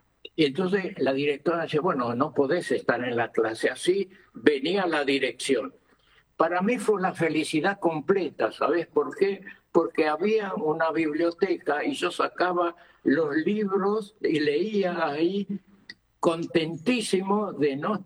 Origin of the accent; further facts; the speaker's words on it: Cuba; born there; Yo nací en Cuba, uh-huh, en Cancún, que debe ser como si a 400 kilómetros de La Habana.